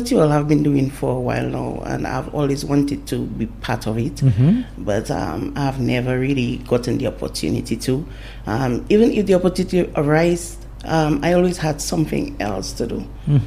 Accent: Bellevue Chopin, Dominica; I am from Belleville Chopin. Originally? Originally, born and raised.

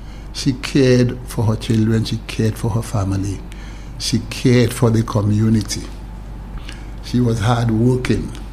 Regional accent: Marigot, Saint Andrew Parish, Dominica; And there I was born in Marigot.

